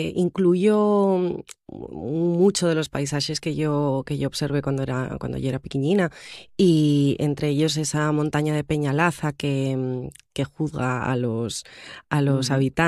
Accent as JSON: {"language": "Spanish", "town": "Rodiezmo", "region": "Castile and León", "country": "Spain", "tie": "born or raised there", "said": "Bueno, el Lutano ya es una niebla densa que baja por la peña de mi zona, de Rodiezmo, que mi pueblo está en una zona fronteriza entre Asturias y León"}